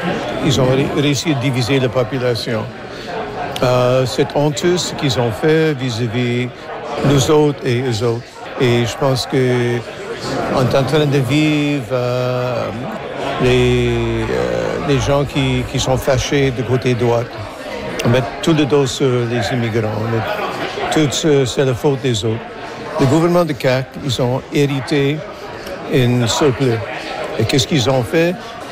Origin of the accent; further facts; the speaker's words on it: Quebec City, Quebec, Canada; born there; French is a second language; Je suis né à Québec, je parle français en dépit du système scolaire à l'époque.